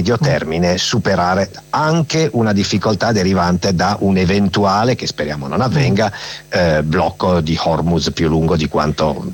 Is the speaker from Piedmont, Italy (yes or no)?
yes; Piedmont, Italy; Anch'io sono piemontese, per cui sono particolarmente contento.